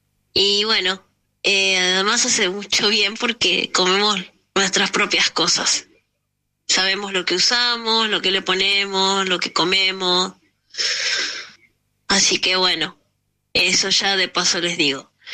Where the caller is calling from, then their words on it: Buenos Aires, Argentina; de Caballito